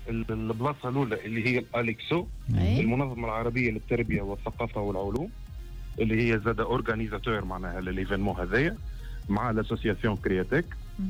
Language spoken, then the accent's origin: Arabic; Tunisia; اللي عندنا في تونس